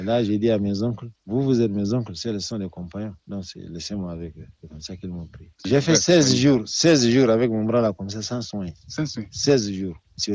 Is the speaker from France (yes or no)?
no; Chad; moi, je suis un sudiste du Tchad.